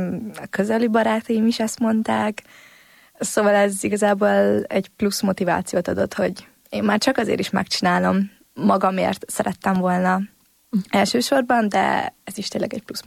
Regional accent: Hungary; now in Budapest, Hungary; Ugye vidéki lány vagyok

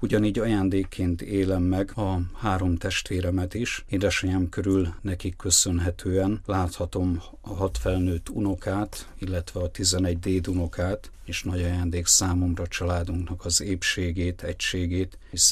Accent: Gyöngyösfalu, Vas, Hungary; moved away; Én most is ott vagyok otthon, Gyöngyösfaluba, ott lakik édesanyám

